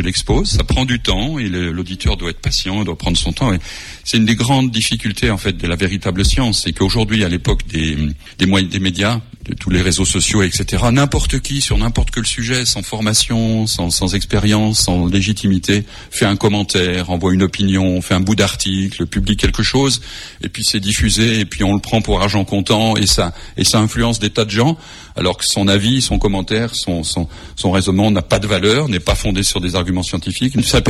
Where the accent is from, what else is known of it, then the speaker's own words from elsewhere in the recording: Lyon, Auvergne-Rhône-Alpes, France; Je suis lyonnais d'origine